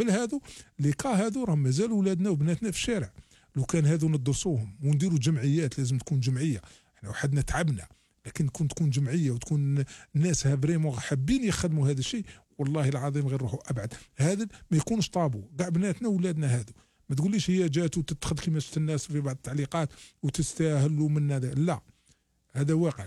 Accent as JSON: {"language": "Arabic", "country": "Algeria", "moved": "yes", "lives_now": "Montreal, Canada", "said": "مش هو تونسي وحنا جزائريين"}